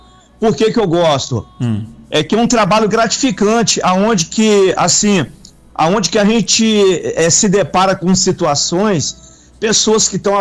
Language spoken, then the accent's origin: Portuguese; Cachoeiro de Itapemirim, Espírito Santo, Brazil; Eu sou natural do Espírito Santo aqui. Terra do cantor